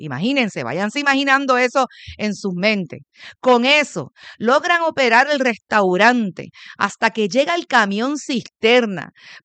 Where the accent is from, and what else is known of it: Puerto Rico